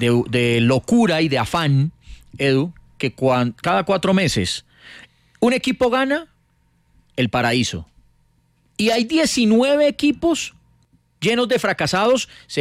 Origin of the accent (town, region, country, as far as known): Colombia